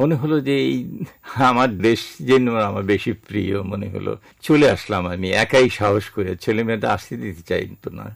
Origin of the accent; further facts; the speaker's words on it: Faridpur, Dhaka Division, Bangladesh; moved away as an adult; আমার বেড়ে ওঠা ফরিদপুরে, ওখানে আমার জন্ম এবং আমার স্কুল কলেজ ইন্টারমিডিয়েট পর্যন্ত